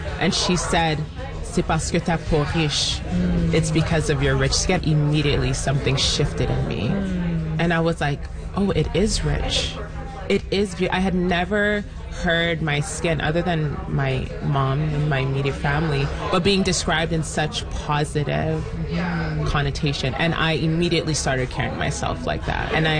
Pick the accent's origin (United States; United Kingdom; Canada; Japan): Canada; Toronto, Ontario; So growing up in Toronto